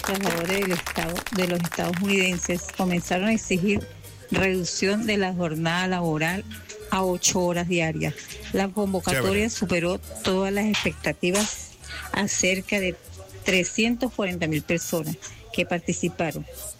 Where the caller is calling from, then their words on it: Guayaquil, Guayas, Ecuador; de Sauce 8.